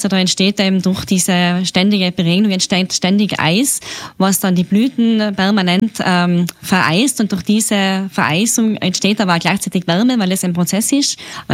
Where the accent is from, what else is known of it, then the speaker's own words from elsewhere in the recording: Seefeld in Tirol, Tyrol, Austria; moved away as an adult; now in Flaurling, Austria; Ich bin ein typisches Gasthauskind vom Seefeld Labrador. Bin da im Restaurant meiner Familie aufgewachsen